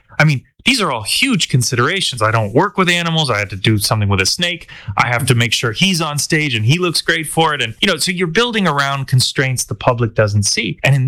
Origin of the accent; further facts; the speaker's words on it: Cleveland, Ohio, United States; my hometown, been cheering them on since I was 6 years old, the Cleveland Guardians